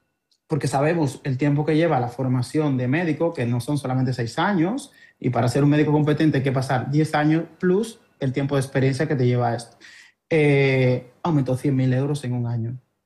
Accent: Dominican Republic; born there; moved away; also born or lived in Barcelona; Yo nací en República Dominicana

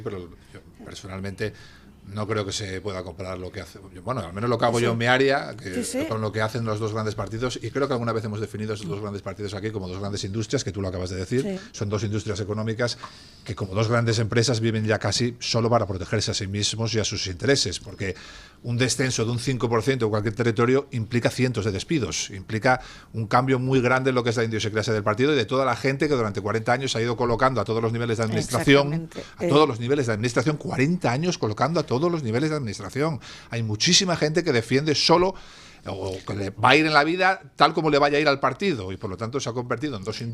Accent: Asturias, Spain; moved away; Yo que vengo de Asturias, cuando se hace la reconversión, yo viví todas las huelgas mineras, yo soy hijo de minero, nieto de minero, sobrino de minero, y todas las huelgas fueron en mi plazoleta

